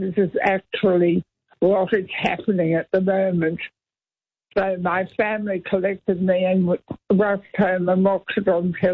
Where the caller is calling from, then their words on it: Sydney, New South Wales, Australia; Well, I'm from Sydney, so I'm a long way away.